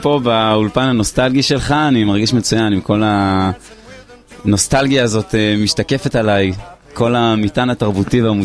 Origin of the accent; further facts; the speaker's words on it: Bar Giora, Jerusalem District, Israel; במושב בר גיורה, זה ליד ירושלים.